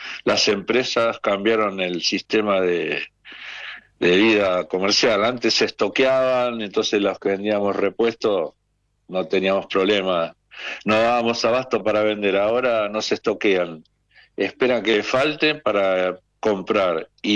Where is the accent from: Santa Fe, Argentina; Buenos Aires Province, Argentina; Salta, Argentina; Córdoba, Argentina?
Buenos Aires Province, Argentina; Quilmes; born there; now in Comodoro Rivadavia, Argentina; En Quilmes, yo nací en El Dorado, en el barrio Dorado, Quilmes Oeste.